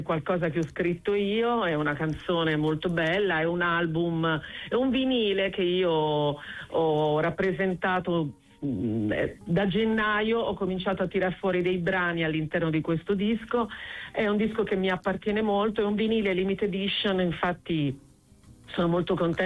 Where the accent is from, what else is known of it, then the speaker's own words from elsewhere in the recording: Taranto, Apulia, Italy; Sono tarantina, e poi devo essere sincera, mio padre è leccese, quindi voglio dire, c'è tutta la nostra terra.